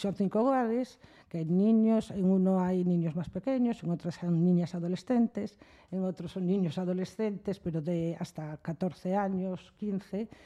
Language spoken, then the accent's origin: Spanish; Canido, Galicia, Spain; Hola, buenas … Soy de Canido, como dice Rafa